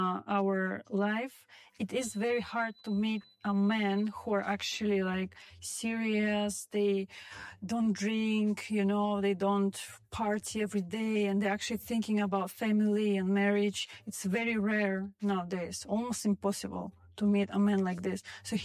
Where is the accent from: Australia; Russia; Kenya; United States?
Russia; moved away; So I'm from Russia and from a small city.